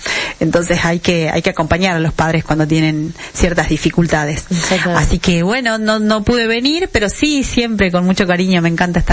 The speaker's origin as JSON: {"language": "Spanish", "town": "Animaná", "region": "Salta", "country": "Argentina", "said": "yo soy de Animaná"}